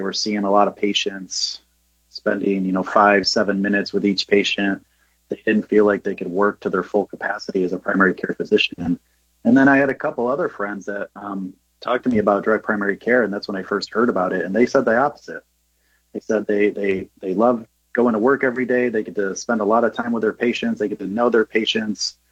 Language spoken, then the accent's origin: English; Caledonia, New York, United States; moved away as an adult; I am from Caledonia, which is, for some who don't know, it's a small town right outside of Rochester, about 45 minutes. I grew up there.